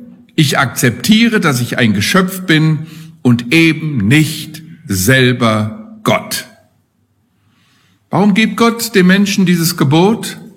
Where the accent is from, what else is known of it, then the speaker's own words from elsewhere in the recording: Hesse, Germany; Ich komme hier aus der Nähe von Haiger.